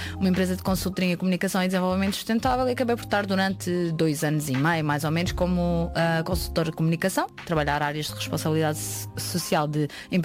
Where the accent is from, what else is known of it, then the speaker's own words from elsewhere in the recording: Lisbon, Portugal; also born or lived in Mação, Portugal; Eu sou de Lisboa, nascida, criada, com uma enorme ligação ao Ribatejo, nomeadamente a Mação, que é o centro do país.